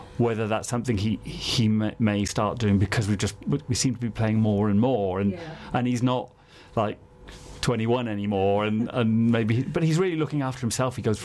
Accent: Gloucester, South West England, United Kingdom; I come from the West Country, come from Gloucester

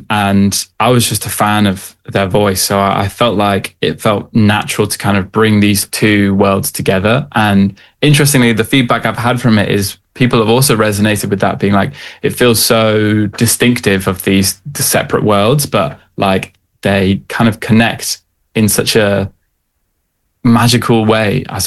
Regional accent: Devon, South West England, United Kingdom; moved away; originally I was from Devon

